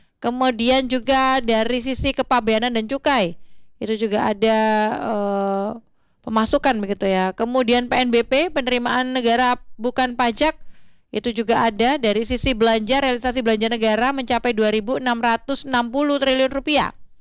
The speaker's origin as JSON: {"language": "Indonesian", "town": "Surabaya", "region": "East Java", "country": "Indonesia", "said": "kita warga asli Surabaya"}